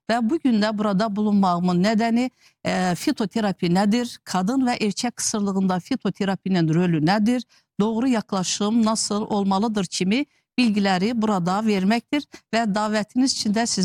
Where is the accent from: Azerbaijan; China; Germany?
Azerbaijan; now in Turkey; Ben Azerbaycanlıyım ama Türkiye'deyim. Türkiye Cumhuriyeti vatandaşıyım.